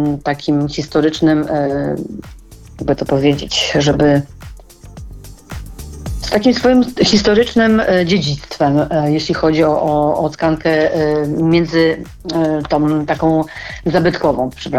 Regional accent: Warsaw, Masovian Voivodeship, Poland; Ja się urodziłam w Warszawie i wychowałam na Pradze, co prawda południa

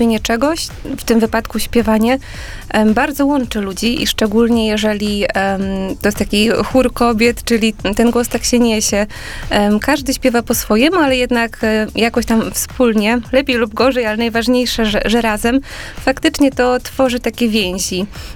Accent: Warsaw, Masovian Voivodeship, Poland; szczególnie w miastach, ja jestem z Warszawy, więc dla mnie to jest mniej taka praktyka znana

